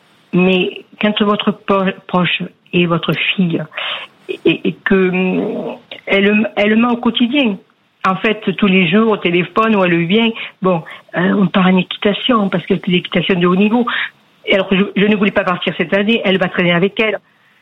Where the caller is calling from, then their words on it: Saint-Saturnin-lès-Avignon, Provence-Alpes-Côte d'Azur, France; De Vaucluse, c'est Saturnin.